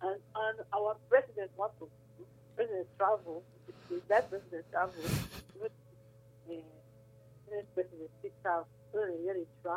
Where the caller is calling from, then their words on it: Sapele, Delta, Nigeria; I'm calling from Sapler.